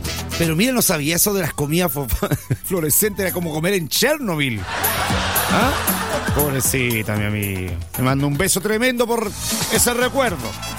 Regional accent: Lota, Biobío, Chile; yo soy nacido, criado y malcriado en Lota. Y estudié en el colegio Niño Jesús.

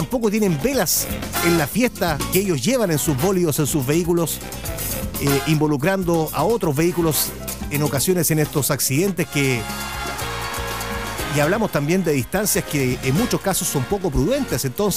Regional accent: Hualpén, Biobío, Chile; Son cerca de 40 kilómetros que tengo que conducir hasta mi tierra natal de Hualpén.

